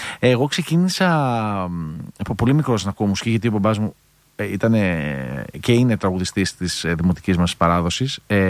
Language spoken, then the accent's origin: Greek; Athens, Attica, Greece; born or raised there